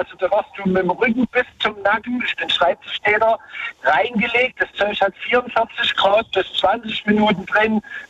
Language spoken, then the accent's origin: German; Saxony, Germany; Bei uns im Vogtland, Bad Elster, Bad Brambach, ein bisschen was, entweder Radeln oder Moor oder Sohlebad.